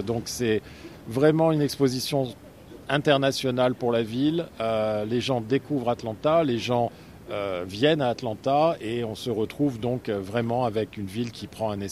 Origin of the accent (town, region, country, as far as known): France; now in United States